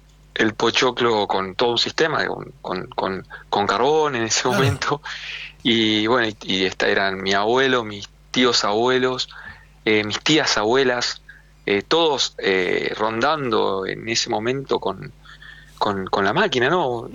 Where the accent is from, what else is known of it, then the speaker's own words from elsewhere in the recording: Rosario, Santa Fe, Argentina; nos criamos en Rosario, vivimos Rosario